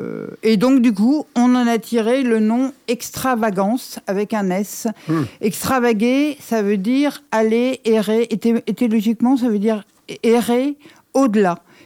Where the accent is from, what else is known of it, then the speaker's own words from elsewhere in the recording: Paris, Île-de-France, France; je suis parisienne, j'adore la culture.